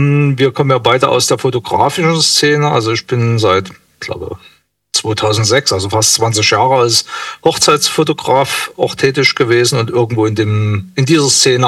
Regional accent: Saxony, Germany; ich komme aus der Nähe von Radeberg, ganz kleines Dorf.

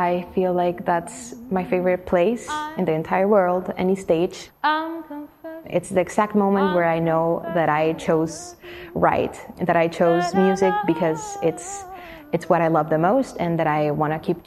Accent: Xalapa, Veracruz, Mexico; I am from Jalapa, Veracruz, Mexico. I was born and raised there, have lived my entire life there

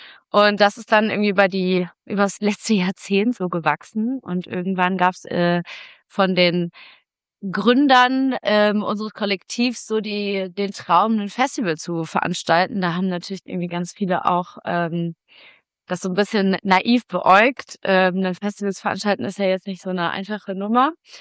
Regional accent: Berlin, Germany; wir kommen aus Berlin

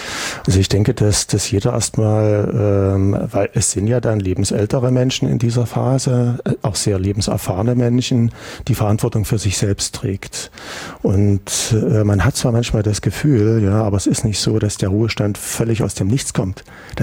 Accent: eastern Germany, Germany; ich bin ja auch hier im Osten groß geworden.

